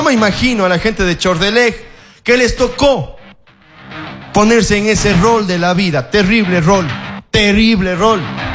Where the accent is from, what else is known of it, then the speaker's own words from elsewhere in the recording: Azuay, Ecuador; la gente en el Azuay también somos cabreados, somos descendientes de los Cañaris